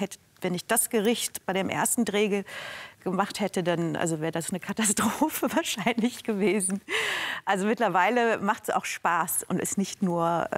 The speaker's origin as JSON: {"language": "German", "town": "Essen", "region": "North Rhine-Westphalia", "country": "Germany", "tie": "born or raised there", "also_born_or_lived": "Singapore / Düsseldorf", "moved": "as an adult", "lives_now": "London, United Kingdom", "said": "Da bin ich in Essen aufgewachsen, Grundschule, Gymnasium. Und nach dem Gymnasium bin ich dann nach Düsseldorf gezogen und habe da dann Medizin studiert. Und nach dem Studium bin ich direkt nach London"}